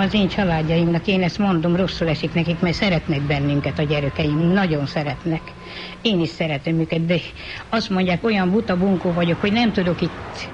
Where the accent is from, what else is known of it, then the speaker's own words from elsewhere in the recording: Csongrád-Csanád, Hungary; now in Ásotthalom, Hungary; Én tanyán születtem, tanyán laktam az életembe végig.